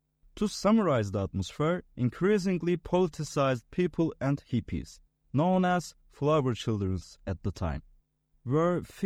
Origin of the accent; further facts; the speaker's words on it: Turkey; from Turkey.